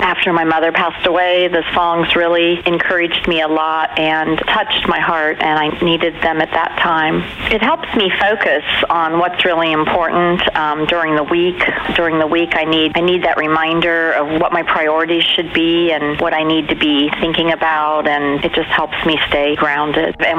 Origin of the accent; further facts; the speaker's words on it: Newark, United States; from Newark